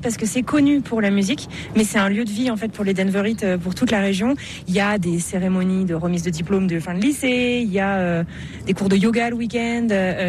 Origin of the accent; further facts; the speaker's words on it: Brittany, France; je suis originaire de entre Brest et Le Conquet, donc la pointe Finistère.